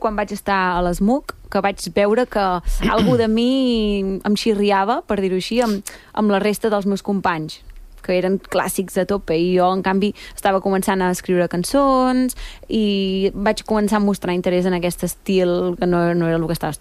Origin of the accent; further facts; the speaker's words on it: Catalonia, Spain; Jo sóc d'Osona, de Catalunya.